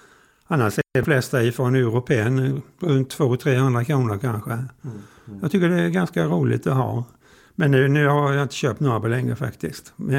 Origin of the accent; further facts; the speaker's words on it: Sweden; Jag är ju uppvuxen på Långe då